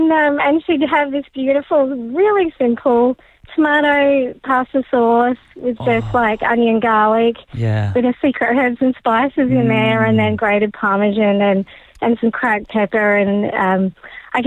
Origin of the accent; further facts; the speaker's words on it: Adelaide, South Australia, Australia; I'm from Adelaide, but my parents are Maltese